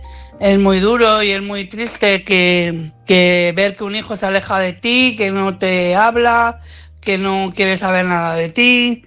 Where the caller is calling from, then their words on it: Madrid, Community of Madrid, Spain; Buenas noches, corresponsales. … de Madrid.